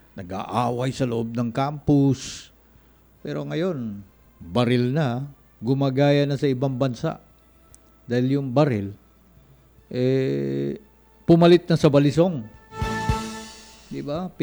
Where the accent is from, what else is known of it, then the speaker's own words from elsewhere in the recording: Davao City, Davao Region, Philippines; Galing ako sa Davao